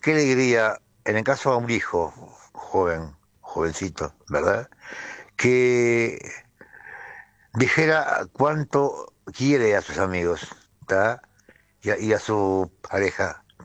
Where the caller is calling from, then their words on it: Fray Bentos, Río Negro, Uruguay; me comunico desde Fray Bentos, Río Negro, República Oriental del Uruguay.